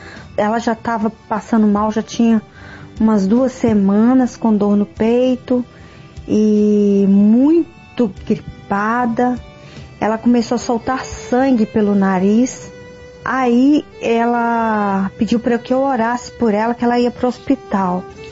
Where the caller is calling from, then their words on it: Itabira, Minas Gerais, Brazil; Eu sou da cidade de Itabira, Minas Gerais.